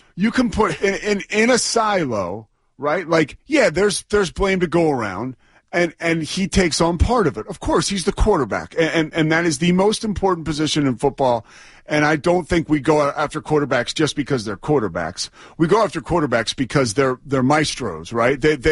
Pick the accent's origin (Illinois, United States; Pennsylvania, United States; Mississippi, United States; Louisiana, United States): Pennsylvania, United States; Philadelphia; because I am back in the city where I grew up in Philadelphia.